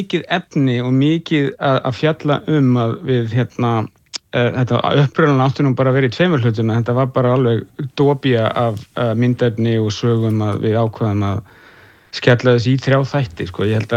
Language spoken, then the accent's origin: Icelandic; Reykjavík, Capital Region, Iceland; Þannig að ég var nefnilega ólst upp í Fossvogi, þannig að það var ekki það langt frá mér